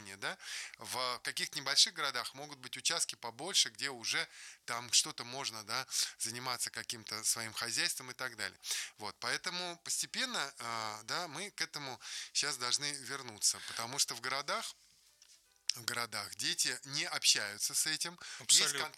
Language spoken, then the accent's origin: Russian; Russia; Потому что я россиянин, да, я хочу я жить тоже. В этой стране.